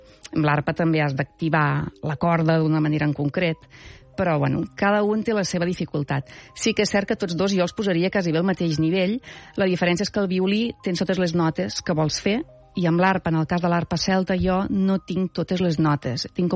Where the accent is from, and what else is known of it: L'Espluga de Francolí, Catalonia, Spain; born or raised there; moved away as an adult; also born or lived in Scotland / Belgium